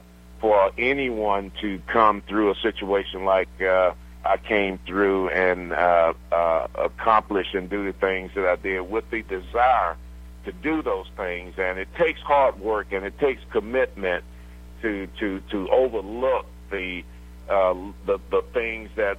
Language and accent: English; Griffin, Georgia, United States; Well, growing up in Griffin was a pretty unique kind of situation there.